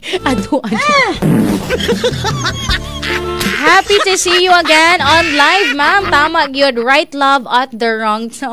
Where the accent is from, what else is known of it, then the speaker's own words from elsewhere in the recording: Carlan, Calabarzon, Philippines; Ah, malayo po ako, ma'am babe. Taga Laguna po ako. Nag-Carlan.